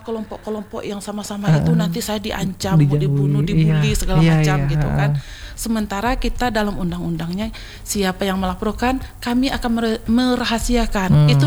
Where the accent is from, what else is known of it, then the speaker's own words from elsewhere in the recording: West Sumatra, Indonesia; kita orang Minang